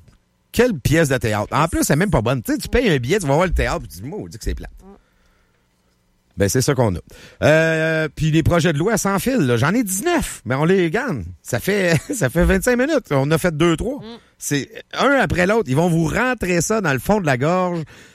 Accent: Quebec, Canada

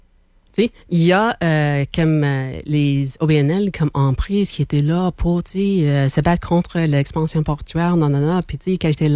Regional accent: Hamilton, Ontario, Canada; moved away; ma ville natale a été choisie.

